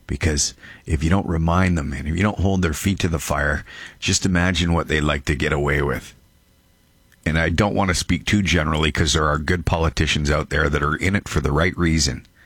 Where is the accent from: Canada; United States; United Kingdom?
Canada